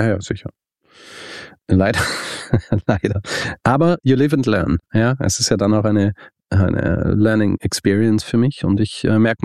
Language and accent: German; Austria; Genau, kein Radio und ich bin Österreicher